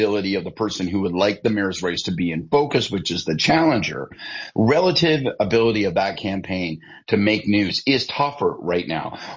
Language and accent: English; Belleville, Ontario, Canada; Well, I grew up in Belleville, I think, as you know. And so, I know the synagogue. I know Bleecker Avenue.